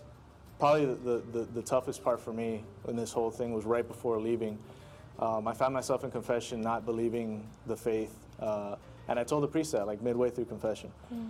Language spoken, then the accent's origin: English; Miami, Florida, United States; also born or lived in Georgia / Alabama; we moved here pretty early on. So for the majority of my life, I went to school here in Miami, Catholic school from like first grade all the way through high school.